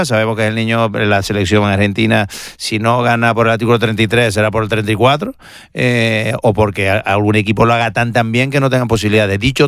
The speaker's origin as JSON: {"language": "Spanish", "country": "Spain", "said": "Yo tengo esta sensación este año como que quiero que gane España porque soy español."}